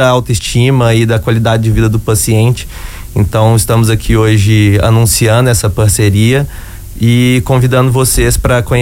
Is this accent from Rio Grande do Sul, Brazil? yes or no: no; Belo Horizonte, Minas Gerais, Brazil; born there; moved away as an adult; now in Blumenau, Brazil; Eu sou mineiro, nascido em Belo Horizonte, já estou aqui em Blumenau há um ano e pouco.